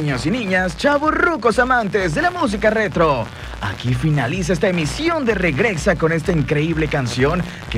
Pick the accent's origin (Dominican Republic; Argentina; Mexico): Mexico; eso nos demuestra que somos mexicanos.